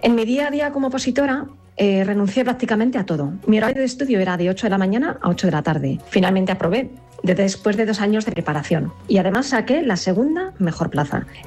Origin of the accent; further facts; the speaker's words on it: Madrid, Community of Madrid, Spain; o 47 años y soy de Madrid.